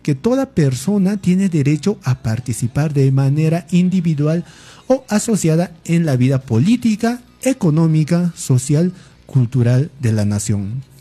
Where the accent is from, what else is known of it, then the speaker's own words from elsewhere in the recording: Peru; nosotros somos como peruanos responsables